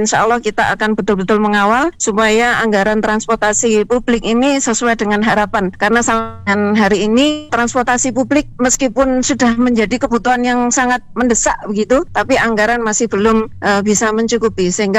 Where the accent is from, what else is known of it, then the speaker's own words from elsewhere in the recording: Surabaya, East Java, Indonesia; saya sebagai warga Kota Surabaya